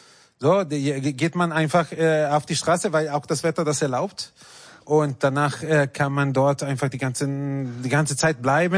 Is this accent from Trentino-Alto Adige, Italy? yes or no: no; Bologna, Emilia-Romagna, Italy; German is a second language; moved away as an adult; now in Berlin, Germany; Naja, wenn man 19 ist und Bologna sich ein bisschen klein fühlt, will unbedingt weg von dieser kleinen Stadt.